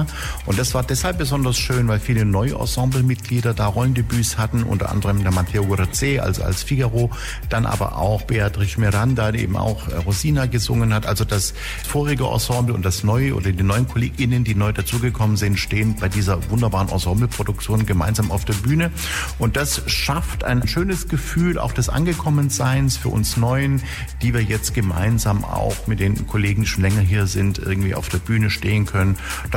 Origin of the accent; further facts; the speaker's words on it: Stuttgart, Baden-Württemberg, Germany; moved away as an adult; now in Hanover, Germany; Ich als Stuttgarter bin ja auch Südeuropäer gewissermaßen hier vom Blick Hannovers aus.